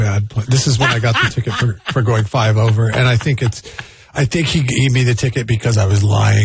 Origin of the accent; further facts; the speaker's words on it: Washington, United States; I remember, like, in where I grew up in Washington, speed limit means speed limit for the most part.